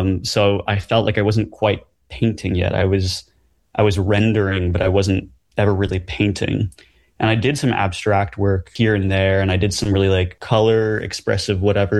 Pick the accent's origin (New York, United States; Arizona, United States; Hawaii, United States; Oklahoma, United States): New York, United States; New York City; I grew up in Brooklyn, New York, in Red Hook.